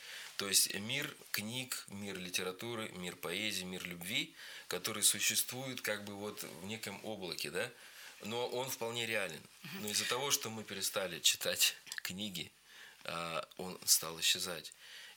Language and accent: Russian; Sakha Republic, Russia; я вырос в Якутии